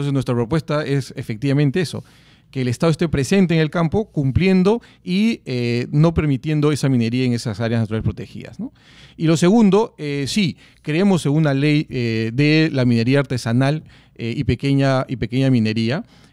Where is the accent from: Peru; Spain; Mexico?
Peru; Puerto Maldonado, Madre de Dios; yo soy de Madre de Dios, Puerto Maldonado de la Selva